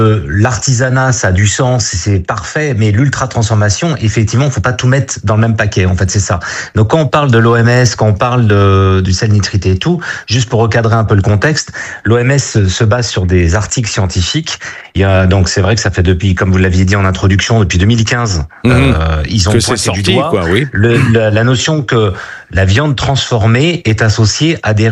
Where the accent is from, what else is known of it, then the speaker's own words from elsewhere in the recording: Brittany, France; born there; Je tiens à dire quand même que moi je suis né en Bretagne et mon grand-père était charcutier.